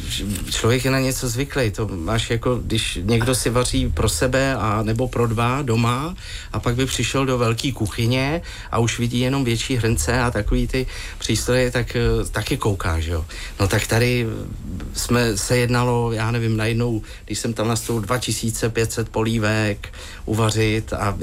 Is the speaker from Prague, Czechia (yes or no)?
yes; Prague, Czechia; born there; narodil jsem se v Londýnský kousek vedle.